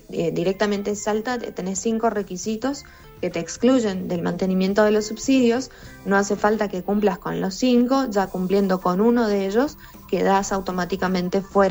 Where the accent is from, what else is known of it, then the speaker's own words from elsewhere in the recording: Mendoza, Argentina; nosotros como mendocinos